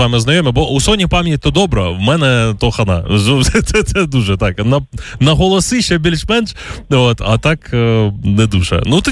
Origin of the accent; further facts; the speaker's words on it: Kryvyi Rih, Dnipropetrovsk Oblast, Ukraine; Я ж виріс в Кривому Розі, і люди такі, ну, по-різному, це різні професії.